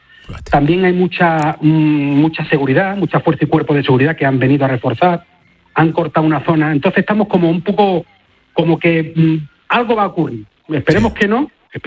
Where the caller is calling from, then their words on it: Melilla, Spain; yo soy de Melilla, ¿eh?